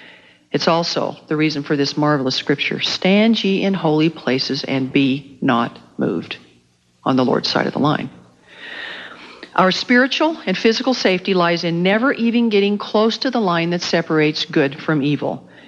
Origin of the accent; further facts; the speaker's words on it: Kansas, United States; I grew up in Kansas, the great basketball state of Kansas.